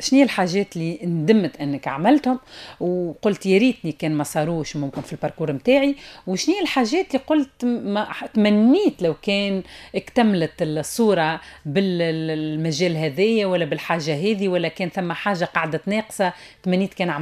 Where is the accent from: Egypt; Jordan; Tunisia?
Tunisia; وإحنا توانسة